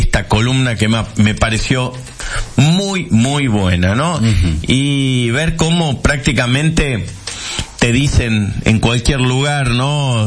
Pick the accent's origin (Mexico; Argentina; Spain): Argentina; los argentinos vamos a Europa y somos sudacas